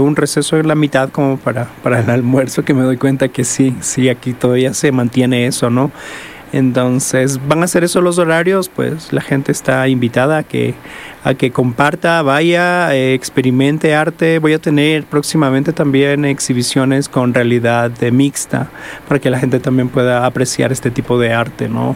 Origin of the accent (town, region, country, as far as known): Quito, Pichincha, Ecuador; born there; now in Cuenca, Ecuador